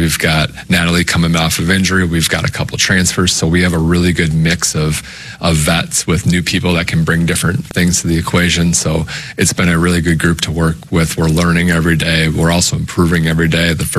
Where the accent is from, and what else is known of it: Wisconsin, United States; born or raised there